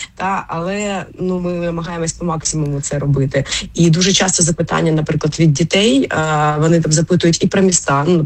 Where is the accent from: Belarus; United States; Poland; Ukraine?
Ukraine; Kharkiv, Kharkiv Oblast; Я сама з Харкова родом. І треба сказати, що коли я в дитинстві